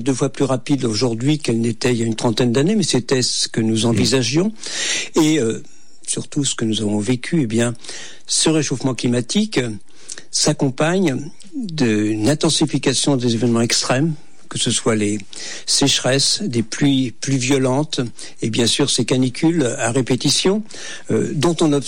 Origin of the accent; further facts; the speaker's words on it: Brittany, France; La géographie, bon, c'est vrai que je suis breton d'origine, et nous n'envisagions pas des canicules aussi importantes.